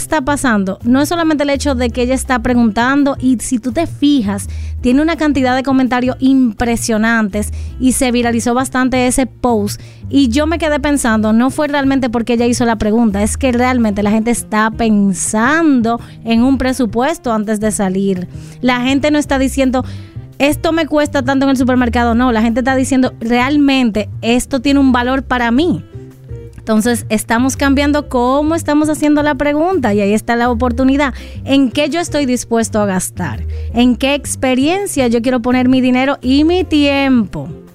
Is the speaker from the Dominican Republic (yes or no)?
yes; Dominican Republic; tenemos nosotros como dominicanos algo cultural intrínseco adentro